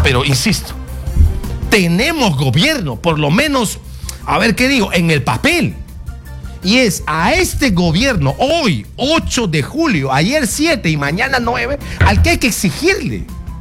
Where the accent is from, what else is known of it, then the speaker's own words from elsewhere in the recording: Peru; Somos los peruanos que nos agarramos un carro para hacer emolienteros.